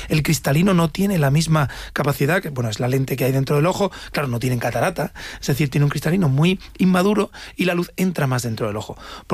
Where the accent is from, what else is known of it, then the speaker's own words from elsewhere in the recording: Madrid, Community of Madrid, Spain; Los que somos de Madrid o de grandes ciudades, pues nos vamos a la playa